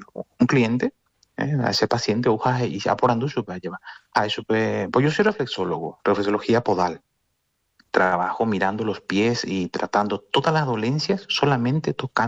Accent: Paraguay; como paraguayo, como sociedad paraguaya

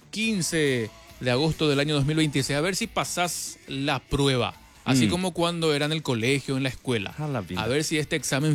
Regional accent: Paraguay

